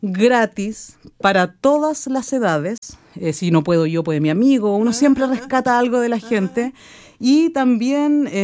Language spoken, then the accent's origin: Spanish; Malloa, O'Higgins, Chile; yo soy de Mayoa toda la vida